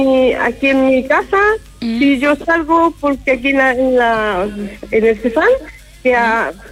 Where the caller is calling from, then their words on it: Molina, Maule, Chile; Soy de Molina.